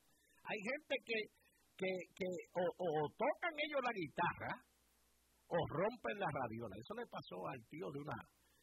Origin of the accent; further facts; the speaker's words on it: Caguas, Puerto Rico; en el pueblo mío, cerquita donde yo me crié, en Río Caña, por el sector, se llama eso, La Ponderosa. Así que se llama, Jordi, La Ponderosa en Cagua.